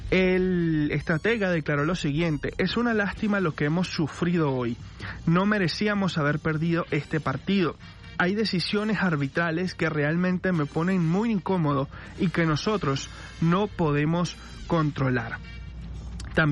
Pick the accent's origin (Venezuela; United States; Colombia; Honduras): Venezuela; soy venezolano